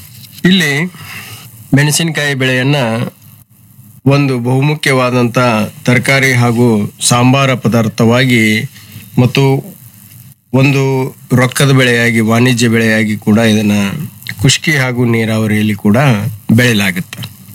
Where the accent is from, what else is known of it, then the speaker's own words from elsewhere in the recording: Karnataka, India; ನಮ್ಮ ಉತ್ತರ ಕರ್ನಾಟಕದ ಧಾರವಾಡ ಗದಗ ಹಾಗೂ ಹಾವೇರಿ ಜಿಲ್ಲೆಗಳಲ್ಲಿ